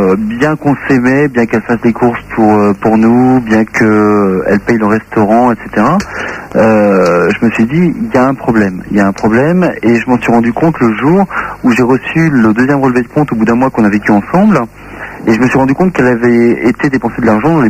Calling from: Brest, Brittany, France; moi j'appelle de Brest, j'ai 26 ans.

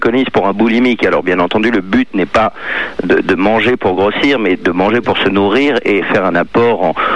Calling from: Paris, Île-de-France, France; J'appelle de Paris.

